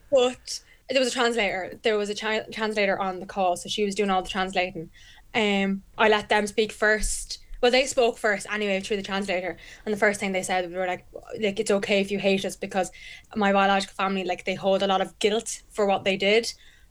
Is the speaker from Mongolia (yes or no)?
no; Ireland; also born or lived in China; growing up in Ireland, I felt the same.